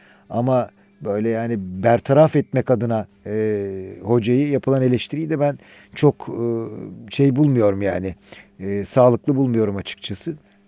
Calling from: Tuzla, Istanbul, Turkey; Vedat abi, Tuzla'dan … Ben Fenerbahçeliyim çok şükür.

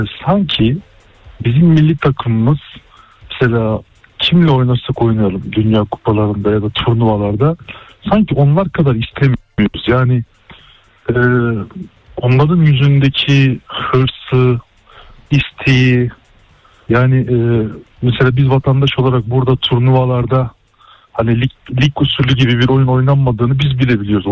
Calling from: Istanbul, Turkey; ben İstanbul'dan.

